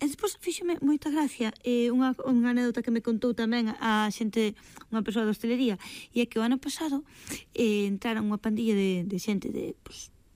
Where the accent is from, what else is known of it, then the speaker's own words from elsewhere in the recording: Cedeira, Galicia, Spain; Sí, son de Cedeira, sí.